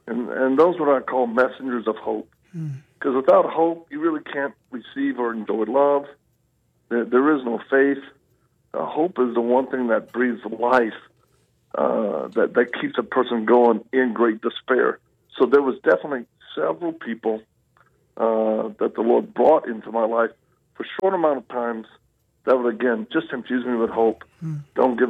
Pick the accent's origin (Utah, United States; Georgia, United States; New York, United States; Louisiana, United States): Louisiana, United States; born there; also born or lived in Mississippi / Texas; Well, I'm a Southern boy. I was born in Louisiana.